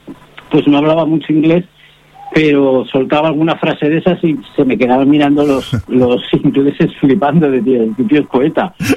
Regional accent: Zaragoza, Aragon, Spain; yo soy de Zaragoza

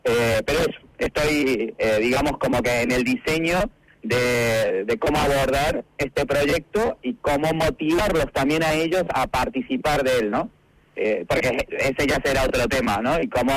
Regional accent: Venezuela; salí de Venezuela, ciertamente donde yo estaba, donde es mi familia, donde es mi casa, no sucedió nada

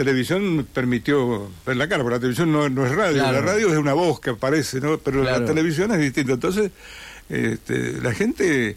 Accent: Alvear, Argentina; yo yo nací en Alvear y he vivido toda mi vida en Alvear.

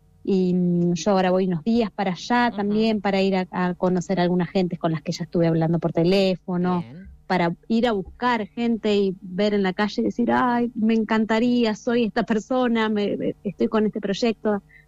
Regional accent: La Plata, Buenos Aires Province, Argentina; also born or lived in Gaiman, Chubut; Yo soy platense

